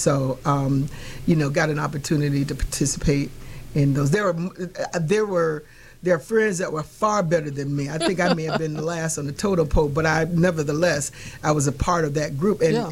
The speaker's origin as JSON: {"language": "English", "town": "Winter Park", "region": "Florida", "country": "United States", "tie": "born or raised there", "moved": "yes", "said": "I was raised in Winter Park, Florida."}